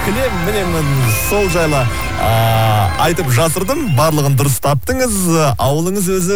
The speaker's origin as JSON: {"language": "Kazakh", "region": "Shymkent", "country": "Kazakhstan", "tie": "born or raised there", "said": "Мен де Шымкенттен боламын, бала кезіміз енді Шымқалада өтті."}